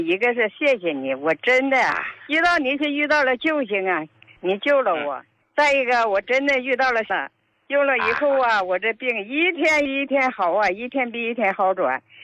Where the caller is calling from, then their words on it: Harbin, Heilongjiang, China; 我是哈尔滨的患者。